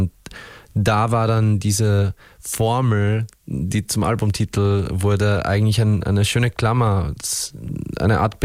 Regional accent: Upper Austria, Austria; now in Vienna, Austria; Bin ich jetzt Oberösterreicher oder bin ich beides? Bin ich eigentlich ein Wiener? Ich muss jetzt mal rechnen. Ich glaube, ich bin schon fast die Hälfte meines Lebens jetzt auch in Wien.

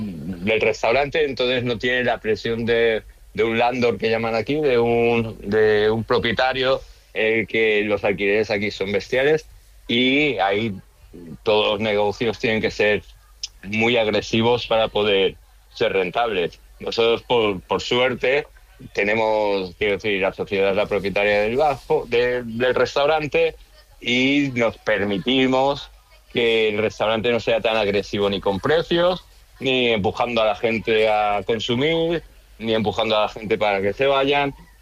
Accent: Spain; now in United States; Y evidentemente las reuniones de españoles, pues siempre hablamos de España y hablamos de lo que pasa en España, qué problemas, qué no sé cuántos. Luego los problemas que de inmigrante tienes aquí en Estados Unidos

